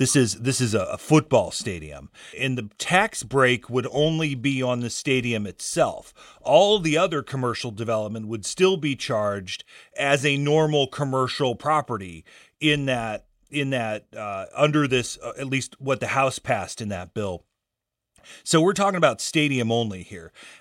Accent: Illinois, United States; isn't going to work where I grew up in Iroquois County

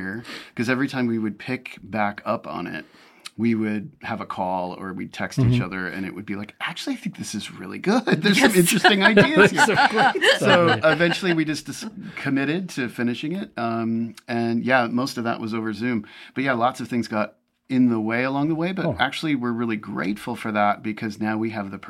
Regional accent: Minnesota, United States; moved away; I come from Minnesota

